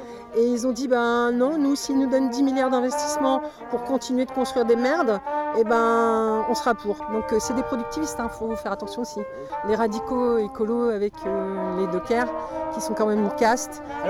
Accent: Le Havre, Normandy, France; Ben exactement, je viens du Havre et ce méga canal nous concerne aussi

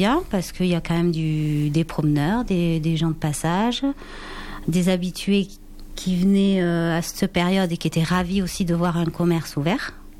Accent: Nouvelle-Aquitaine, France; now in Gavarnie, France; Alors avant, nous étions dans la fonction publique. On vient de Gironde.

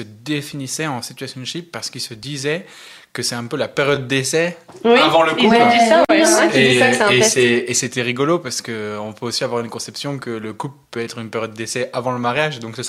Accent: Toulouse, Occitanie, France; now in Lyon, France; donc j'habite à Lyon depuis avril, mais je viens de Toulouse où je faisais et je finis un master en droit des affaires.

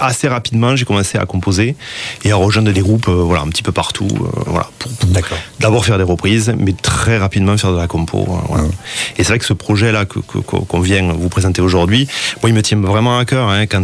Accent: Occitanie, France

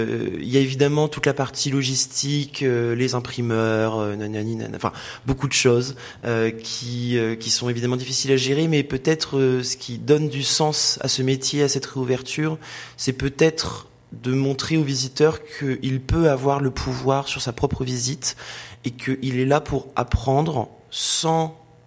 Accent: northern France, France; accent: pointu; Bah, écoutez, moi, je viens du nord de la France, hein, j'ai l'accent pointu.

